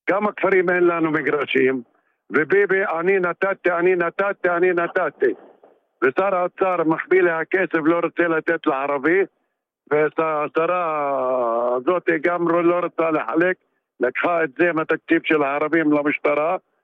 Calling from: Kafr Yasif, Northern District, Israel; כפר יסיף.

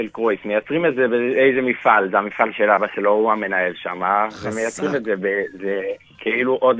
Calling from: Beit Shemesh, Jerusalem District, Israel; אני מבית שמש.

